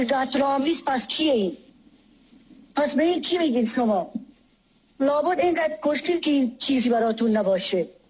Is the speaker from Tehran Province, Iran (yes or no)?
no; Sistan and Baluchestan, Iran; من بلوچم خودم تو بلوچستانم میبینم